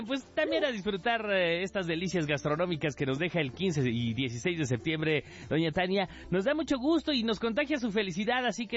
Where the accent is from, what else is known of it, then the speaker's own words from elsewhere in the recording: Mexico; somos mexicanos